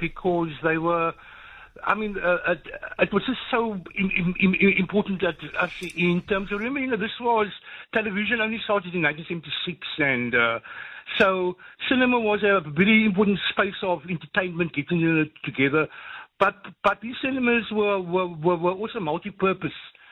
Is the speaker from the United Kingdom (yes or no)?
no; Hanover Park, Western Cape, South Africa; also born or lived in Lansdowne; And like, I'm from a Hanover Park, we moved from Lansdowne. So like in my area, the Capri's, I used to go there virtually every Saturday.